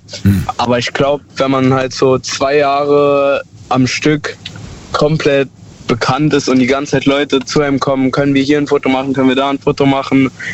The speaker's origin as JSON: {"language": "German", "region": "Rhineland-Palatinate", "country": "Germany", "said": "Ich komme von der Nähe aus Trier."}